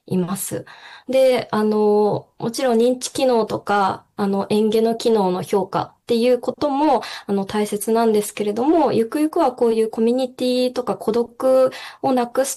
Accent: Hiroshima, Japan; とても素敵な先生を、地元広島なんですけれども、広島で紹介していただきまして

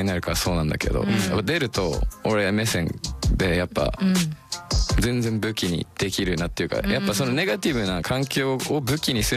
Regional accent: Akita, Japan; 自分の地元秋田市の須崎ってところなんですけど、そこはちょっとだんだんこう一つにまとまってきてて

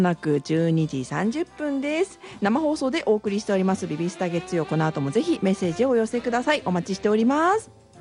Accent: Kuroishi, Aomori, Japan; 黒石といえば名店倉吉何が嬉しいかってね、こちらの、ねまあ、私の実家なんですけれども

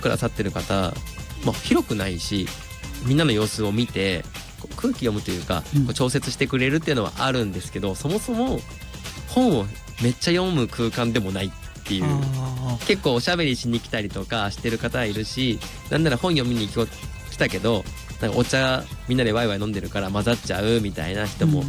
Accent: Nara, Japan; moved away as an adult; also born or lived in Ibaraki; now in Mito, Japan; 僕の出身奈良県です。

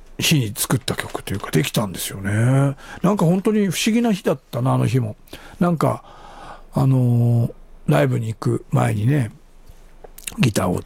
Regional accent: Shonan, Kanagawa, Japan; 自分が生まれた故郷のね、湘南の海

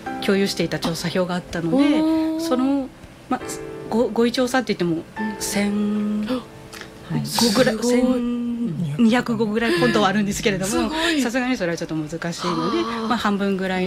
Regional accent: Amami Ōshima, Kagoshima, Japan; 私も確かに島の出身ではありますけど

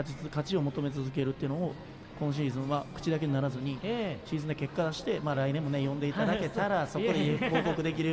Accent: Kyoto, Japan; 僕も京都ずっと出身で

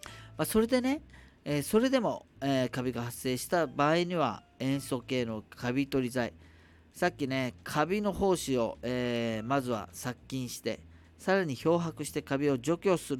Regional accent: Nago, Okinawa, Japan; moved away as an adult; also born or lived in Tokyo; 僕生まれも育ちも名護中ね、名護生まれ名護育ちの、もう名護 で生まれ育ってね、こう体が全部名護魂になってるものですが、高校卒業して東京行って関東で生活した時に

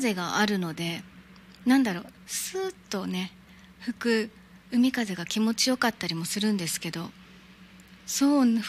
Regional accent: Okinawa, Japan; moved away as an adult; also born or lived in Saitama; 沖縄で育っていると暑いイコール沖縄イコールこの暑さみたいな感じに考えてたのが、本土に行って関東に行って

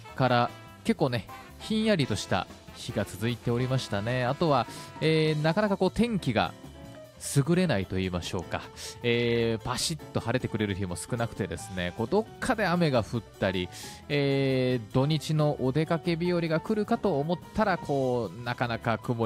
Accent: Nagoya, Aichi, Japan; now in Kyoto, Japan; 僕はあの地元が名古屋でございまして

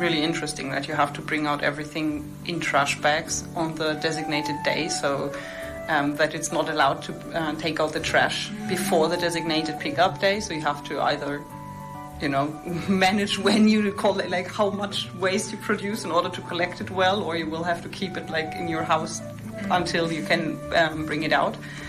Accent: Germany; English is a second language; I'm from Germany.

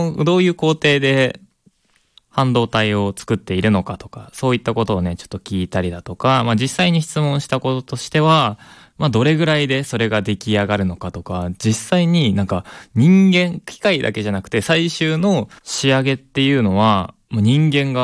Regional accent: Isesaki, Gunma, Japan; now in Kanazawa, Japan; 僕の出身である、まあ、群馬県伊勢崎市

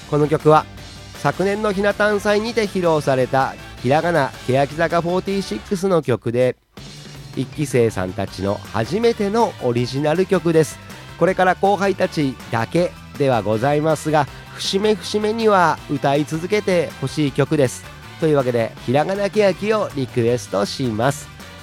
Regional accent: Tottori, Japan; この地元鳥取県、

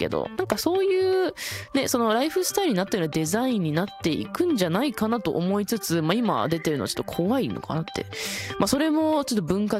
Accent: Fukuoka, Japan; いいですね、私福岡生まれなんですけど、うん、ずっと海と山で育って。

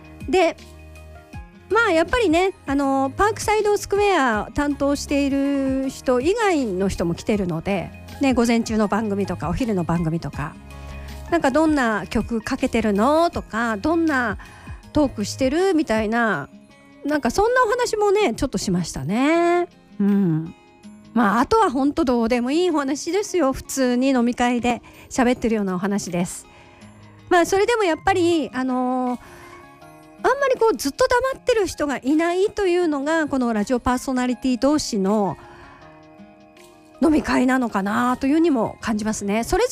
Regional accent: Osaka, Japan; born there; accent: Osaka dialect; moved away; 私は大阪ですけれども

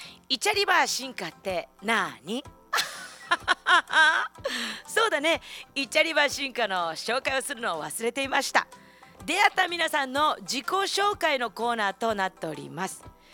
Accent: Okinawa, Japan; 私は沖縄で生まれ育ってるもんだから

